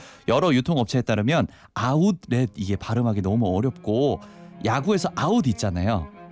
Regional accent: Seoul, South Korea; 저 서울 사람인데

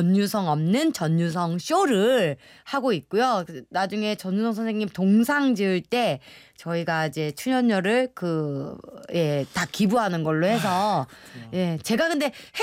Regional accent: Busan, South Korea; now in Seoul, South Korea; 저는 자라기는 이제 남포동 쪽에서 자라고요. 예, 네, 뭐 이렇게 서울을 2002년에 올라왔습니다.

